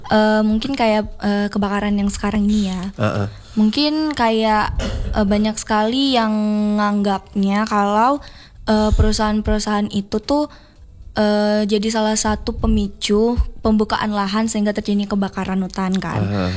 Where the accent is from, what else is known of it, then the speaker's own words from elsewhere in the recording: Sibolga, North Sumatra, Indonesia; aku tuh dari Sibolga, Sumatera Utara tepatnya